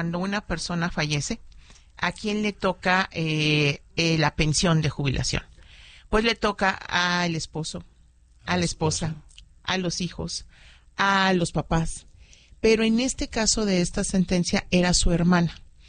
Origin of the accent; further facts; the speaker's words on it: Mexico City, Mexico; moved away as an adult; now in Nuevo León, Mexico; Yo soy de la Ciudad de México y desde hace 2 años radico y estoy en Nuevo León.